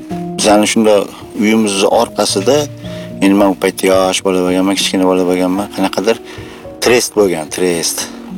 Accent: Tashkent, Uzbekistan; Men ham hozirgi Toshkent City tushgan mahallada, O'qchi mahalla Egarchi ko'chasida tug'ilib katta bo'lganman.

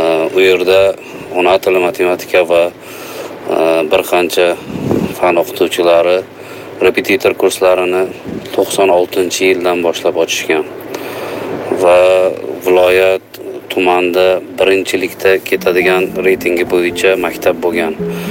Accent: a village in Bulungur district, Samarkand Region, Uzbekistan; menda ham bir chekka bir qishloqning chekka joyida ulg'ayib o'sib katta bo'lganman.

